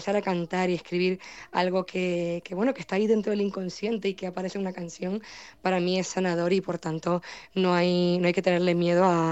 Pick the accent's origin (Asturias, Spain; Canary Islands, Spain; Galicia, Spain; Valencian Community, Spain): Canary Islands, Spain; La Palma